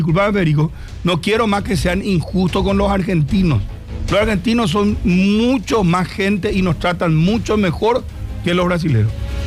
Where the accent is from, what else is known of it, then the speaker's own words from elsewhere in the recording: Paraguay; Soy paraguayo, le digo.